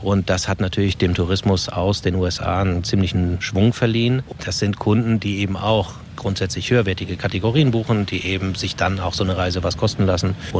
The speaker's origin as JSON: {"language": "German", "town": "Flensburg", "region": "Schleswig-Holstein", "country": "Germany", "said": "Ja, ich komme ursprünglich aus dem Norden, aus Flensburg, genau."}